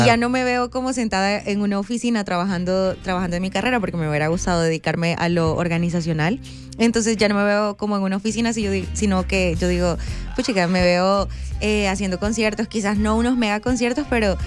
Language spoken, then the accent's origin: Spanish; Lourdes, La Libertad, El Salvador; yo soy de Lourdes.